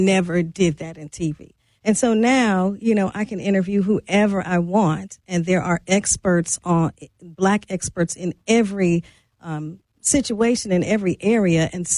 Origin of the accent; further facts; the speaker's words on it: St. Louis, Missouri, United States; So I grew up in St. Louis, went to the University of Missouri Columbia